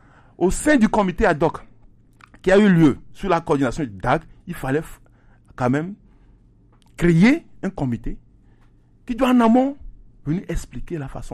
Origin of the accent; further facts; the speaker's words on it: Lomé, Maritime, Togo; born there; Je suis né dans le Golfe 4 à Lomnava. À l'époque, c'était le 3e arrondissement.